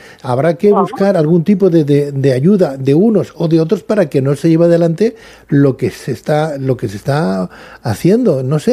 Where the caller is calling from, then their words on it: Barcelona, Catalonia, Spain; Yo vivo en Barcelona